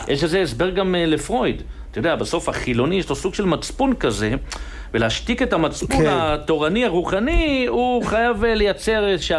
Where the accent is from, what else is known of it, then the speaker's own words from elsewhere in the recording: Jerusalem, Jerusalem District, Israel; אני בתור ילד ירושלמי